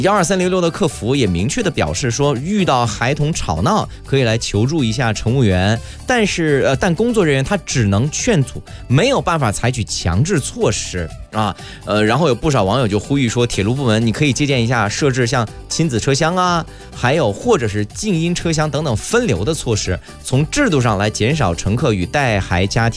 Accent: Northeast China, China; accent: Northeastern dialect; 我们东北话讲叫人上一百

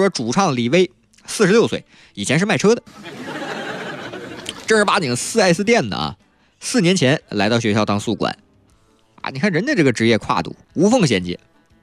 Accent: Northeast China, China; accent: Northeastern (Dongbei); 按我们东北话

